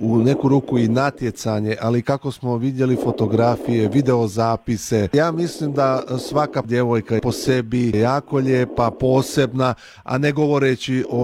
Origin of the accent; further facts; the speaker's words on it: Hungary; Mi smo inače Hrvati u Mađarskoj